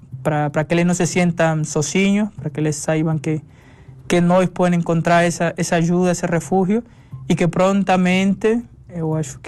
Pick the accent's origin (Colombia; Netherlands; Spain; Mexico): Colombia; mas yo acho que nosotros como colombianos tenemos esa capacidad allí de nos unir